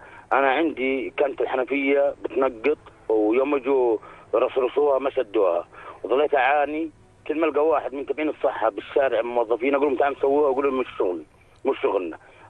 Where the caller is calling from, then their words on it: Khraibet al-Souq, Amman Governorate, Jordan; أنا من خريبة السوق.